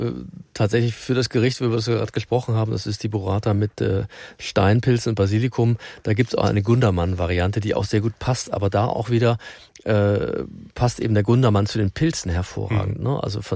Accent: Northern Germany, Germany; Ja, ich bin ja Norddeutscher.

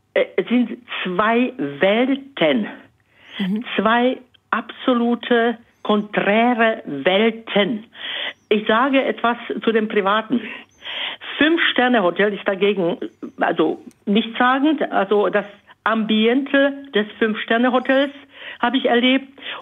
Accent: Bohemia, Czechia; Ich komme aus Böhmen.

